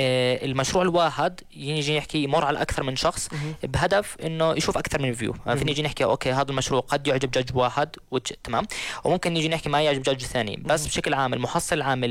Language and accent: Arabic; Jordan; إحنا كأردنيين